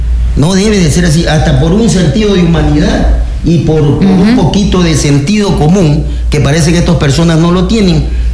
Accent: Salinas, Santa Elena, Ecuador; Yo soy de Cantón Salinas, sí.

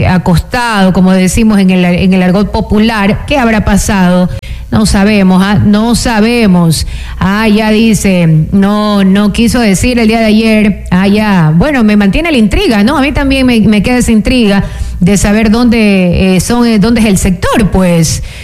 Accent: La Libertad, Santa Elena, Ecuador; yo soy una ciudadana del Cantón La Libertad

